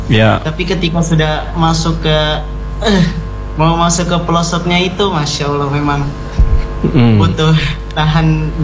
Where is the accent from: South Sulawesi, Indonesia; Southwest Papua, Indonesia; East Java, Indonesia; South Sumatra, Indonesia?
Southwest Papua, Indonesia; Sorong; tapi besar lahir di Sorong.